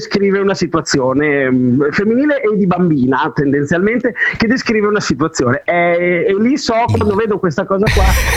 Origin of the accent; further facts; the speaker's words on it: Emilia-Romagna, Italy; Io sono del Fossolo.